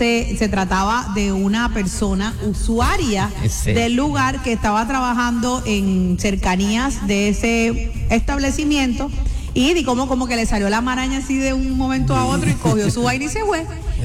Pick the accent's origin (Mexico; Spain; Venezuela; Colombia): Venezuela; Dije, soy venezolana y se pasó de verdad.